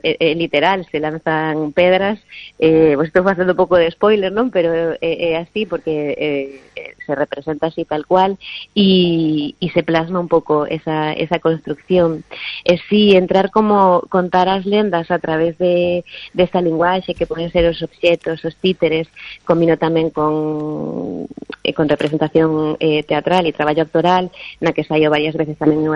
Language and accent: Galician; Laracha, Galicia, Spain; o lugar donde eu son, de Laracha.